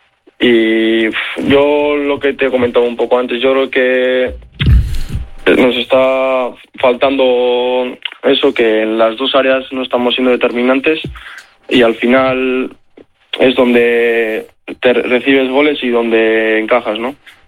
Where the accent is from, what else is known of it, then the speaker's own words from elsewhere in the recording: Basque Country, Spain; Todos los que somos vascos sabemos la importancia que tiene el Arenas en lo que es el País Vasco.